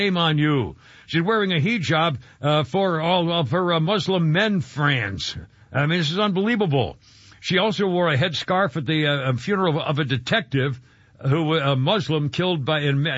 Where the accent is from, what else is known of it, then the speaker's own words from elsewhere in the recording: New England, United States; also born or lived in New York / Massachusetts; I grew up in New England. I lived in upstate New York as a little boy for a long time, and then other parts of Western Massachusetts, all parts of New England.